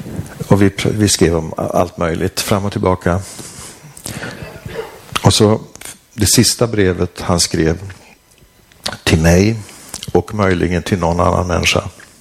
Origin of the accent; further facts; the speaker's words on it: Ångermanland, Sweden; Jag växte alltså upp på en gård i Ångermanland med hästar och får och allt möjligt sånt.